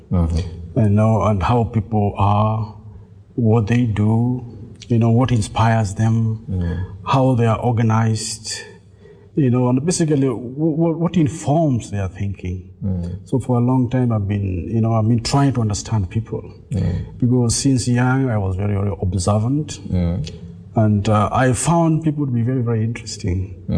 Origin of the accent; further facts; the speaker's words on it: Nairobi, Kenya; now in Seychelles; I'm from Kenya. It's where I was born, in Nairobi. And this was 1973, if you like. Well, I was born in a big family